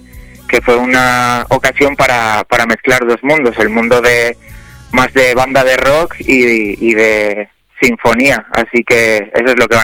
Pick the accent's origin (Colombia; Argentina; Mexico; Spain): Spain; San Martín del Castañar, Castile and León; yo tuve la suerte de estar en mi pueblo terminando las canciones del disco, en San Martín del Castañar, que está en la Sierra de Francia, de Salamanca